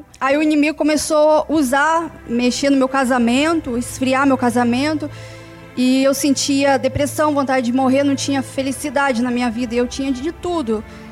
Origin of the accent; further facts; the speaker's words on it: Espírito Santo, Brazil; now in Minas Gerais, Brazil; Aí Deus me trouxe para cá, né, para Minas, que eu sou do Espírito Santo.